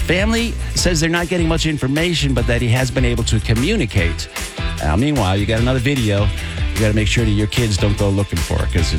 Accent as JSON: {"language": "English", "town": "Boston", "region": "Massachusetts", "country": "United States", "moved": "yes", "lives_now": "Florida, United States", "said": "I'm from Boston, where lobster is serious stuff"}